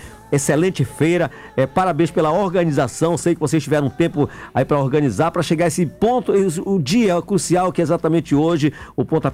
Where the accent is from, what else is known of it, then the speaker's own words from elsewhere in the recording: Rio de Janeiro, Brazil; Que legal, a gente é de Madureira, que legal.